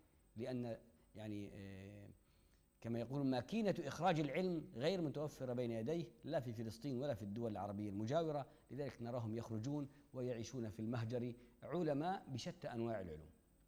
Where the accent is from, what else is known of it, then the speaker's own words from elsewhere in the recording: Palestine; now in Jordan; يجب علينا كفلسطينيين في داخل فلسطين